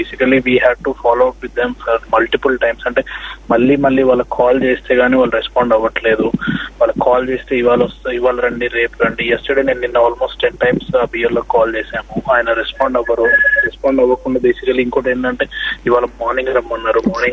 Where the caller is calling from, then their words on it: Hyderabad, Telangana, India; నేను హైదరాబాద్ నుంచి మాట్లాడుతున్నాను.